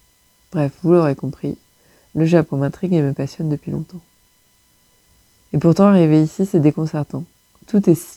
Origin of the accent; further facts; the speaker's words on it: Brittany, France; now in Ambert, France; Je suis originaire de Bretagne, en attestent les plaquettes de beurre demi-sel présentes dans le frigo en nombre, vous pouvez demander confirmation à mes colocs. Et j'habite à Amber depuis le printemps 2019